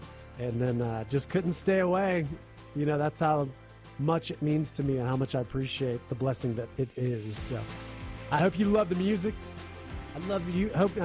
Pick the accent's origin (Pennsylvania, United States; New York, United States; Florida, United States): Florida, United States; Tampa; I grew up here in Tampa.